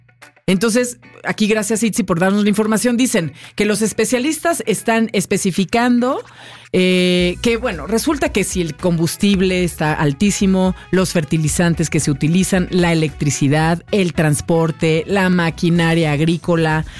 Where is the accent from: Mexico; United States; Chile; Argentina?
Mexico; en México brillamos mucho en deportes independientes